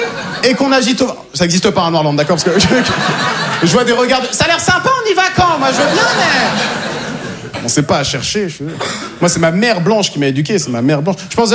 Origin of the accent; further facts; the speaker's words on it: Normandy, France; born there; Moi je suis né en Normandie.